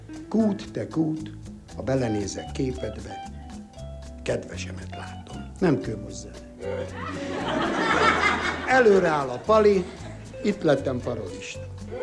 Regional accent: Greece; Nem, én görög vagyok eredetileg.

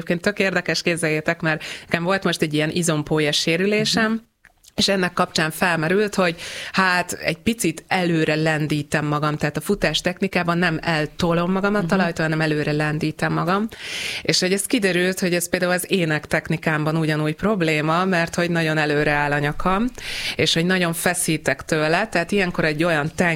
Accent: Hungary; oké, hogy gánai magyar vagyok, de azért tudok mást is csinálni

